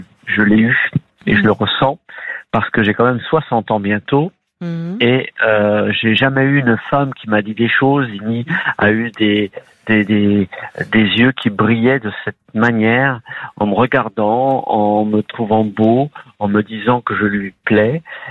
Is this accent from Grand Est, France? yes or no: yes; Châlons-en-Champagne, Grand Est, France; born there; also born or lived in Portugal